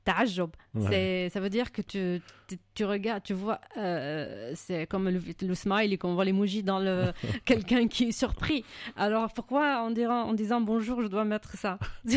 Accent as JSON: {"language": "French", "country": "Syria", "second_language": "French", "moved": "as an adult", "lives_now": "France", "said": "Ça fait 16 ans que je suis en France, je pense. Je pouvais retourner, j'ai pu retourner quand même 4 fois en Syrie."}